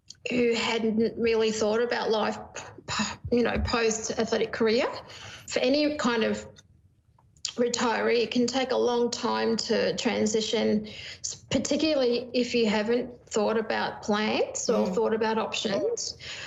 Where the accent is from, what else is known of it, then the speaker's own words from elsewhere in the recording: Queensland, Australia; also born or lived in Brisbane; as a little girl growing up in Queensland and then spending some of my teenage years in Brisbane, this was probably the first Indigenous band I could relate